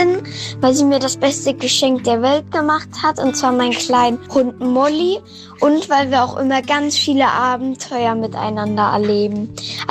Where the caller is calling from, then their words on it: Brodersby, Schleswig-Holstein, Germany; Ich komme aus Brodersby